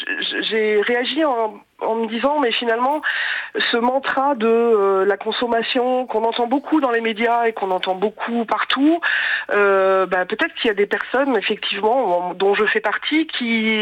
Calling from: Auvergne-Rhône-Alpes, France; De la région grenobloise.

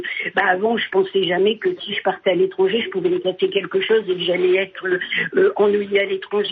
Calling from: Fresnes, Île-de-France, France; j'appelle de Fresnes.

